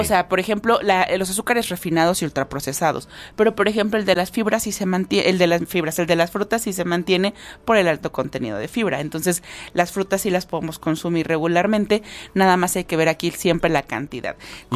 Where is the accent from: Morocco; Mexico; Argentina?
Mexico; nosotros como mexicanos